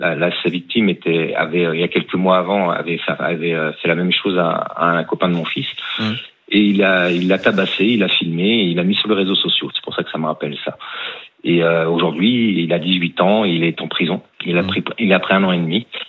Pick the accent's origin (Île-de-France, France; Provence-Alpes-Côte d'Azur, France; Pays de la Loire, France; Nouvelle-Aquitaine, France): Pays de la Loire, France; Nantes; Parce que le STEMO, c'est un service juridique relié avec les tribunaux à Nantes. Hein. Je viens de Nantes.